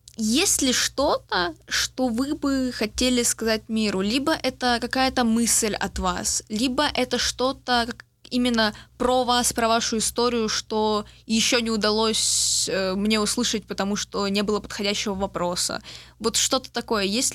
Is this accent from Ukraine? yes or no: yes; Kyiv, Ukraine; moved away; Потому что я тоже киевлянка, и я вот переехала сюда